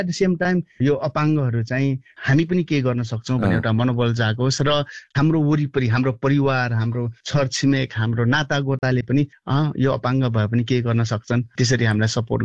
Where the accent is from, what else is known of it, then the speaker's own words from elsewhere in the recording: Rolpa, Lumbini Province, Nepal; born there; moved away; हामी जस्तो ब्याकग्राउन्डमा हेरेको हुर्के पनि, जस्तै रोल्पा जस्तो होइन, एउटा विगत गाउँमा जन्मेर भए पनि